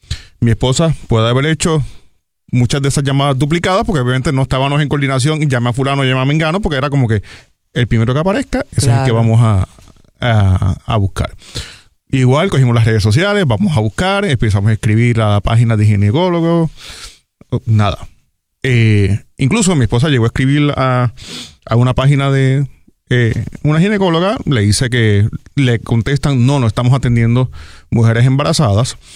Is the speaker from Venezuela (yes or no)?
no; Barranquitas, Puerto Rico; now in Gurabo, Puerto Rico; Yo soy natural de Barranquita, pero llevo unos años viviendo en Gurabo.